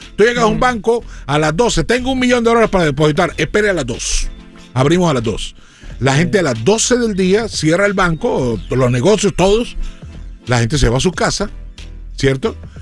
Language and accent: Spanish; Bucaramanga, Santander, Colombia; moved away; En mi pueblo, que es Bucaramanga, Colombia